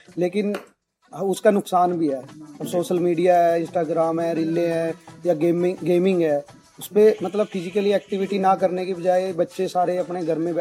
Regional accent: Teja Mori, Haryana, India; मैं यहीं तेजा मोड़ी गांव का रहने वाला हूं

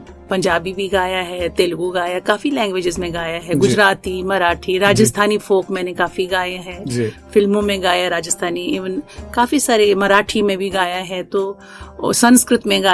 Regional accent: Jammu and Kashmir, India; یہ میری بھاگی کی بات ہے کہ میں کشمیر سے جڑی ہوں, میں کشمیری ہوں, کشمیری پنڈت ہوں. تو ہمارے خون میں ہی دوڑتا ہے وہ سب پوئٹری جو ہماری ہے.

